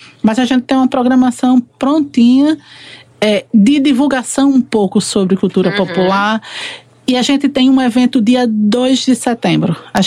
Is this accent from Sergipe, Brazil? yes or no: yes; Sergipe, Brazil; E aí, em algum momento, eu fui pra minha terra, né? A gente sente o nordestino, ele sempre saudade de casa